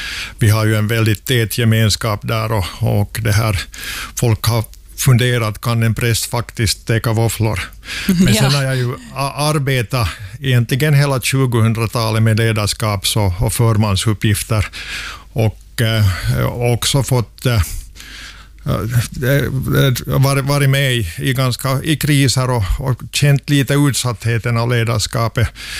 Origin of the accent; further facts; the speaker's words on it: Sipoo, Uusimaa, Finland; born there; moved away; also born or lived in Tanzania; Jag är född i Borgby, Sibbo.